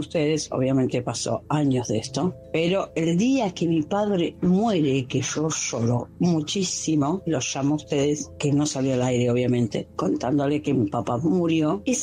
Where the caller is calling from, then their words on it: Ciudadela, Buenos Aires Province, Argentina; de Ciudadela.